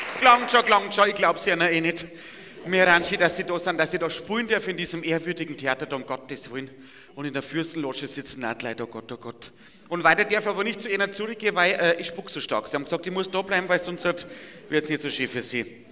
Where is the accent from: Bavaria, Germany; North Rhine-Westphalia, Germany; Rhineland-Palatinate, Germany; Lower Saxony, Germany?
Bavaria, Germany; ich komme vom Bauernhof, aus der Nähe von Passau, aus dem Bayerischen Wald und da wohne ich in einem Mehrgenerationenhaus.